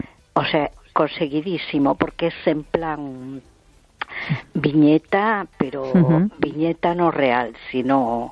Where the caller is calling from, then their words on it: A Coruña, Galicia, Spain; Hola, soy … de Coruña.